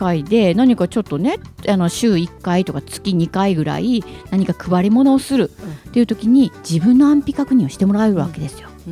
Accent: Fukuoka, Japan; moved away; 私も出身が福岡で

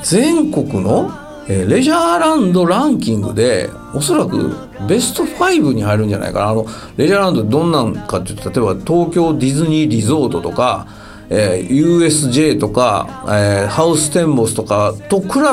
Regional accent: Nara, Japan; 僕奈良の出身なんですけど、奈良県民はだいたい1回は長島温泉行ったと思うんですよ。

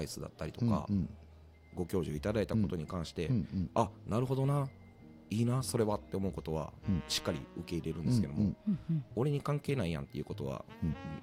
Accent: Osaka, Japan; 僕大阪出身なんですけども

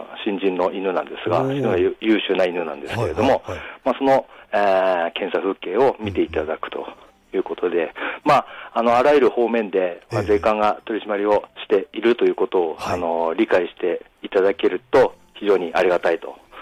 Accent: Hakodate, Hokkaido, Japan; 私はもう函館出身で、今、まあ、函館で仕事させてもらっているという

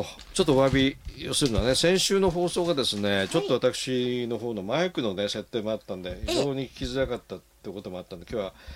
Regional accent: Hokkaido, Japan; まあ、でも、まあ、僕ら北海道民からすれば北海道大学を目指す土産子の、まあ、高校生っていうかね

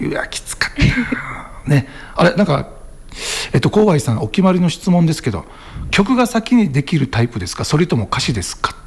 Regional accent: Ishigaki, Okinawa, Japan; 僕は生まれも育ちもここ石垣島だから、

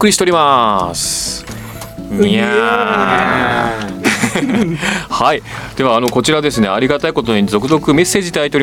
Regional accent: Miyagi, Japan; 私は今飛行機に乗って、夫のいてるくんと一緒にふるさとの宮城県に6日間帰っているところです。

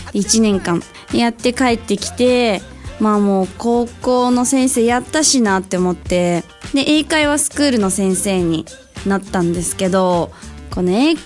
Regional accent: Nagano, Japan; で地元の長野だったんですけど、まあ、そこでダンスでこう食べていくって言ったら

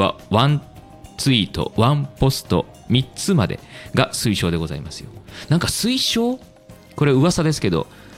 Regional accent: Kansai, Japan; 幼少期を関西で過ごしてると、あ、これ関西弁だったのかとかね、意外とあったりするんで

